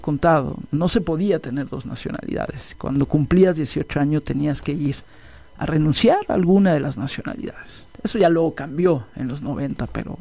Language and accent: Spanish; Mexico City, Mexico; born there; yo nací aquí en México, aquí en la Ciudad de México, el Paseo de la Reforma, había un hospital, ahí nací, hace ya 59 años de edad. Pero luego estuve en algunos otros países por el trabajo de mi papá y regresamos a México, y yo tenía dos nacionalidades